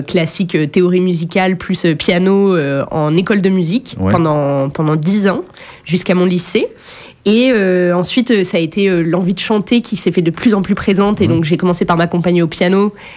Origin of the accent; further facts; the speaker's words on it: Grand Est, France; moved away as an adult; now in Périgord, France; Alors moi, j'ai grandi en Lorraine, donc bien loin d'ici, à l'opposé, dans notre hexagone. Et je suis arrivée en Périgord il y a vraiment pas longtemps. Je suis arrivée en septembre.